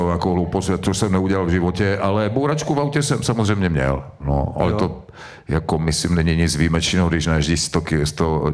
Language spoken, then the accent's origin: Czech; Ostrava, Moravian-Silesian Region, Czechia; jako správný Ostravák